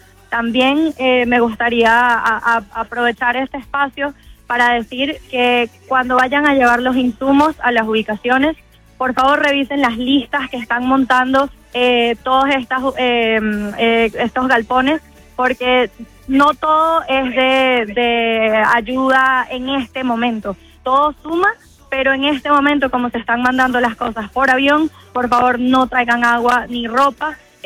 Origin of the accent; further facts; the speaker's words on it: Venezuela; now in Miami, United States; No somos solamente los venezolanos